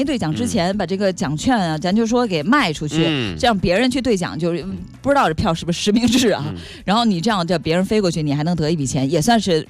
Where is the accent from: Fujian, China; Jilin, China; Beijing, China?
Fujian, China; Fuzhou; 就是福州县也是我们的家乡嘛